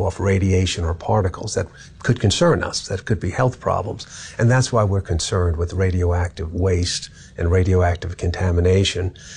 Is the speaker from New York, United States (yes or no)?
yes; Syosset, New York, United States; A place called Syosset, little town on Long Island, yeah.